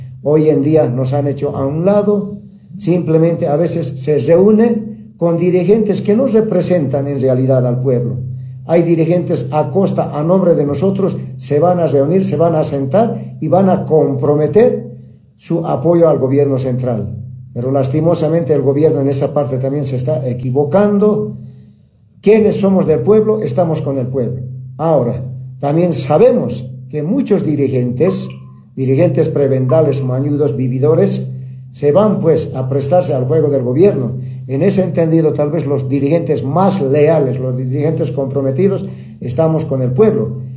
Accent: Bolivia; Nosotros también somos bolivianos

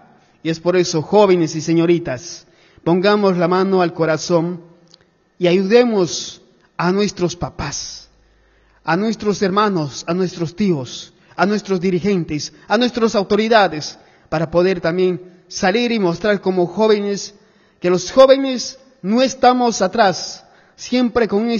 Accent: Bolivia; como pueblo boliviano, con esa lealtad, con ese entusiasmo, la unidad como un solo pueblo

